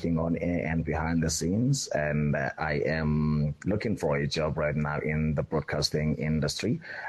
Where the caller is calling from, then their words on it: Port Shepstone, KwaZulu-Natal, South Africa; from Port Shepstone in Mtualume in KZN.